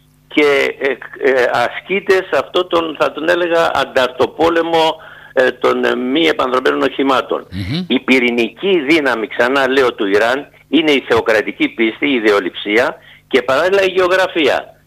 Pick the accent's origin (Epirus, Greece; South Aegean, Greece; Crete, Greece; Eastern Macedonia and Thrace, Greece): South Aegean, Greece; Tholo Potami; Είμαι στην πατρίδα μου στοιχείως. Το χωριό μου λέγεται Θολό Ποτάμι.